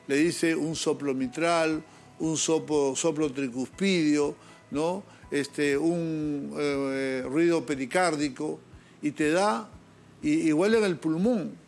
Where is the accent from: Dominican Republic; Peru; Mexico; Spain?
Peru; como un ciudadano peruano que conoce mucho el Perú